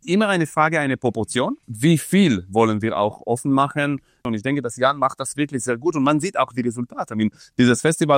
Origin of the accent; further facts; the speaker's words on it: Dresden, Saxony, Germany; German is a second language; Und das ist ein bisschen meine kleine Contribution, weil ich als Dresdner, sagen wir so.